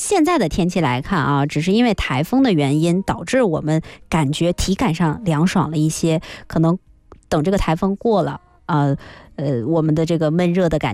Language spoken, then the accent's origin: Chinese; northern China, China; now in Guangdong, China; 我作为一个北方人